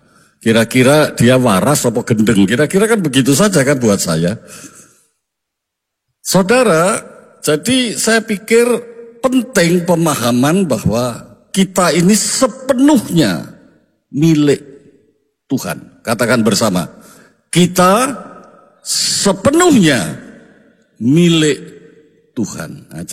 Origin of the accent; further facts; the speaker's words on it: Magelang, Central Java, Indonesia; Kalau orang Jogja, saya dari Jogja, Magelang itu